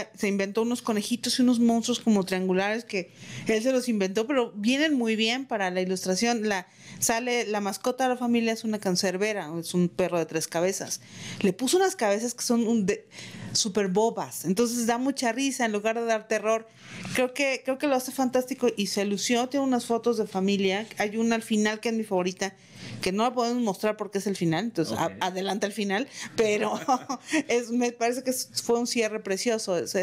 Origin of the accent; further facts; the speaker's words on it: Mexico; Yo soy mexicana, vivo aquí, entonces mis monstruos pues me salieron mexicanos.